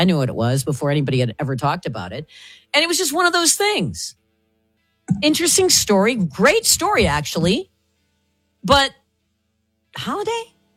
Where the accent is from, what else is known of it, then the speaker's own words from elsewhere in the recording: Illinois, United States; because I'm Polish and I'm from Illinois.